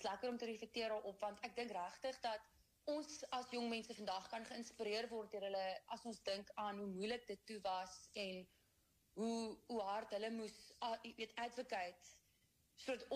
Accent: Durbanville, Western Cape, South Africa; Ek het groot geword in Durbanville, ek het 2 broers

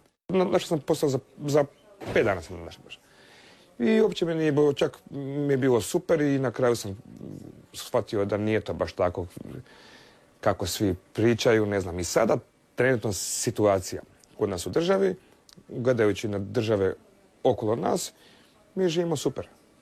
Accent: Osijek, Osijek-Baranja County, Croatia; Kod nas u Osijeku

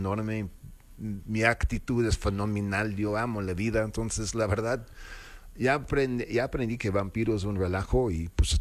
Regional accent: Mexico City, Mexico; Soy chilango con acento, pues yo qué hago, ¿no?

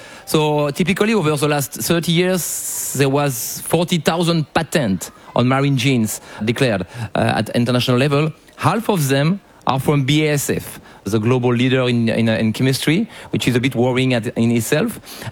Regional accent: France; English is a second language; I come from France. We have 20 times more ocean in terms of economic zone in France than we have land.

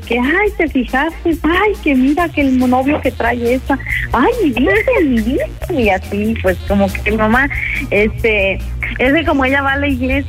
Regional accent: Celaya, Guanajuato, Mexico; now in Dallas, United States; Soy originaria de Celaya, Guanajuato.

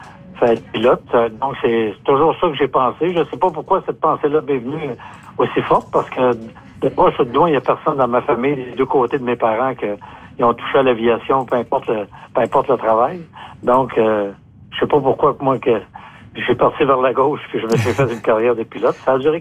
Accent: Mont-Joli, Quebec, Canada; Moi, j'ai déménagé de Québec à l'âge de 8 ans. On vient de Saint-Albert-le-Grand, nous, dans le bas de la ville. Et à l'âge de 8 ans, on est déménagé à Mont-Joli, puis on est resté là tout ce temps-là.

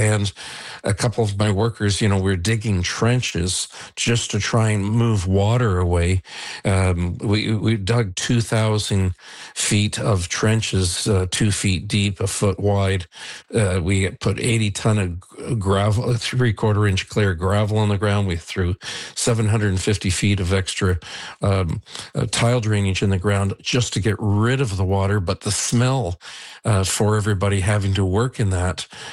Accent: Niagara-on-the-Lake, Ontario, Canada; I've lived on this road for 41 years, and I grew up in Niagara on the Lake for 69 years.

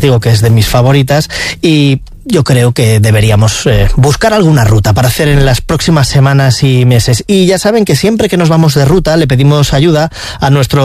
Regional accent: Castile and León, Spain; nos vamos a ir ahora a mi tierra, nos vamos a la provincia de León, concretamente al Bierzo, al Valle de Compludo

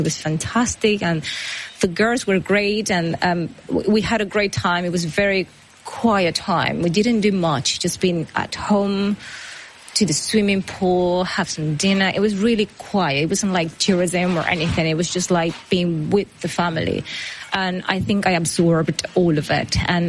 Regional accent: La Guaira, Venezuela; born or raised there; moved away

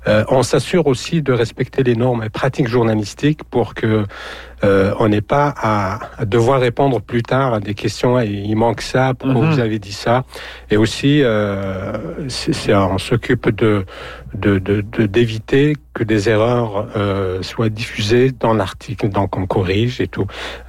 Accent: Algeria; moved away as an adult; also born or lived in Montreal / Saskatchewan; now in Abitibi-Témiscamingue, Canada; En fait, moi, je suis originaire d'Algérie. Je suis arrivé au Canada en 2010. J'étais journaliste avant aussi. J'ai fait de plusieurs journaux en Algérie.

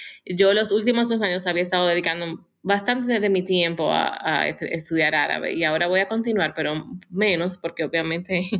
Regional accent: Dominican Republic; moved away as an adult; also born or lived in United States / United Arab Emirates; now in Jordan; como tú dijiste. Yo soy dominicana de nacimiento, nací en la República Dominicana y viví allá casi toda mi vida. Bueno, hasta hace 10 años.

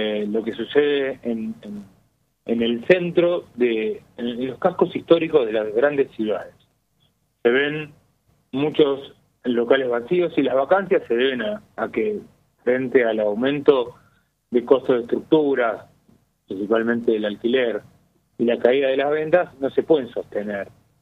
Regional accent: Argentina; somos todos argentinos

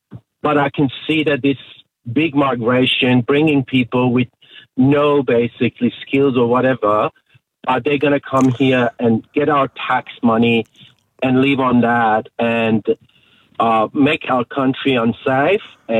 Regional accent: Iran; now in Australia; Just want to say I'm originally from Iran. I need to explain a little bit more about myself. I moved to Australia 11 years ago. I'm a proud Australian.

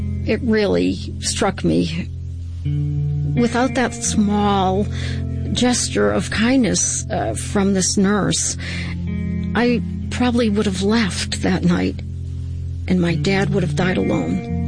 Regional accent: Worcester, Massachusetts, United States; I am originally from Worcester, Massachusetts. My dad was a typical Massachusetts Irishman.

